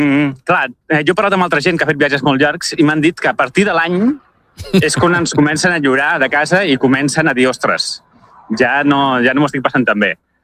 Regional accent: Esplugues de Llobregat, Catalonia, Spain; jo vaig viure a Terrassa 2 anys, però jo soc d'Esplugues de la vida, Esplugues de Llobregat.

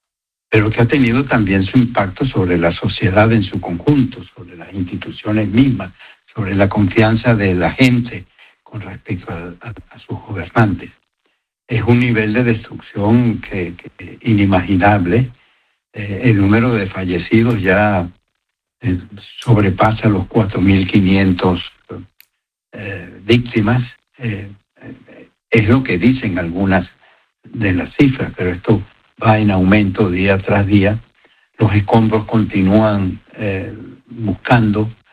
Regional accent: Venezuela; moved away

